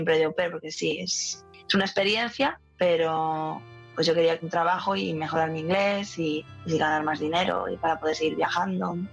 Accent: Castile and León, Spain; moved away; also born or lived in Madrid; yo vengo de un pueblo muy pequeñito, de Burgos, y bueno, siempre me sentí como que sí, que en mi pueblo, bueno, no me gustaba demasiado y que como que había más mundo, quería descubrirlo, ¿no? Entonces, cuando tuve la oportunidad, me fui a Madrid

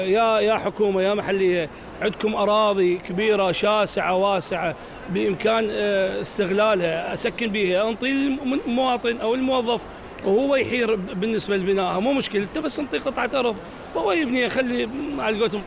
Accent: Basra Governorate, Iraq; إحنا هسه كمحافظة بصرة

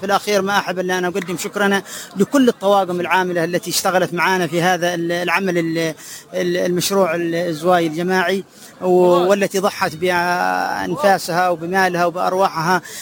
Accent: Hadramawt, Yemen; داخل بلادنا حضرموت أو في المهير

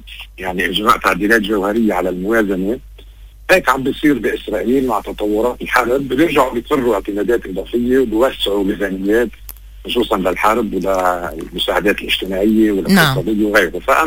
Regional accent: Lebanon; نحن اليوم كلبنانيين

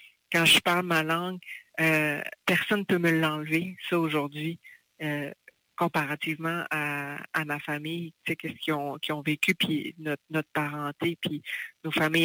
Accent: Mashteuiatsh, Quebec, Canada; Pour moi, je suis Innu de Mastouillat.

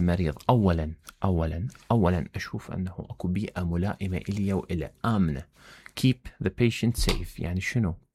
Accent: Hillah, Babil, Iraq; يعني معاونة من الحكومة المحلية في بابل. أتمنى أن مدينتي تصير بهالطريقة

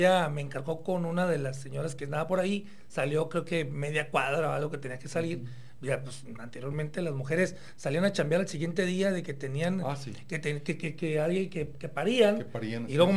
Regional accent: Culiacán, Sinaloa, Mexico; moved away as an adult; now in Tijuana, Mexico; Yo vengo de Culiacán, de una familia muy trabajadora

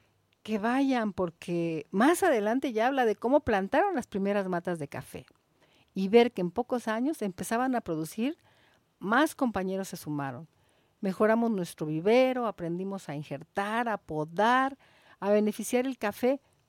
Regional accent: Villa Corzo, Chiapas, Mexico; Nosotros somos las familias del Ejido Bonanza, un pequeño rincón en el municipio de Villa Corzo, Chiapas, enclavado en las estribaciones de la Sierra Madre de Chiapas.

